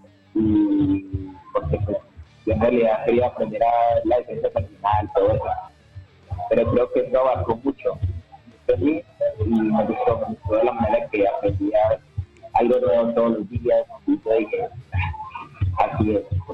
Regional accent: Colombia; yo vengo creciendo en San Mateo, aquí en Chamaco. Yo vengo desde el barrio.

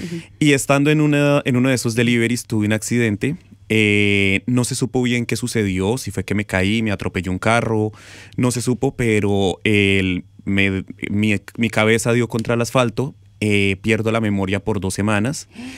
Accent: Colombia; moved away as an adult; now in Australia; Colombiano.

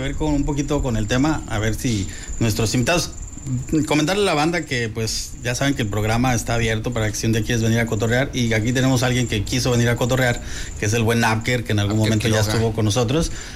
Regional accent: Mexico; nosotros a veces como mexicanos

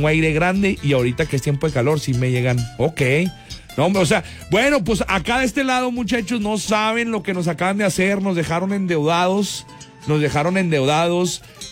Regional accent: Mexico; Uno como mexicano

